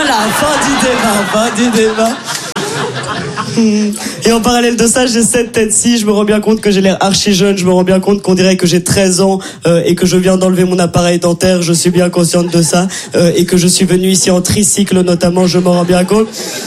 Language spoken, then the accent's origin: French; Brussels, Belgium; accent: Brussels